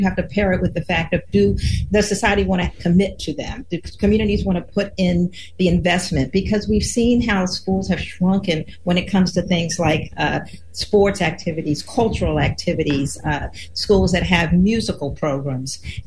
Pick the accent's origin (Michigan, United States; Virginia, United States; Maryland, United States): Maryland, United States; Baltimore; Baltimore, my hometown